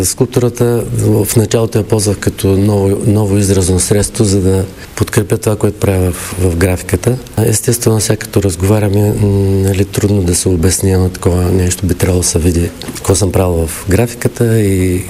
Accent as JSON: {"language": "Bulgarian", "town": "Shumen", "region": "Shumen Province", "country": "Bulgaria", "moved": "yes", "lives_now": "Varna, Bulgaria", "said": "Аз съм от Шумен. В момента живея в град Варна. Иначе в Шумен ми е ателието, дружество на шуменски художници. В Шумен ми е работилницата."}